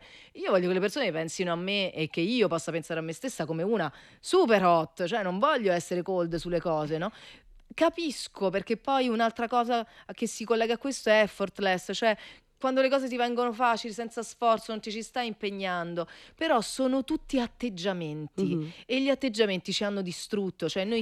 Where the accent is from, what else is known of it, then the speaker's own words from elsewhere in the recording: Rome, Lazio, Italy; Poi sono arrivata a Roma, cioè tornata a Roma, io sono romana.